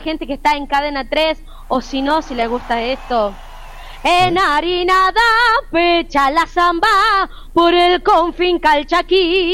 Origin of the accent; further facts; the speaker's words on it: La Rioja, Argentina; Soy riojana, pura cepa, che.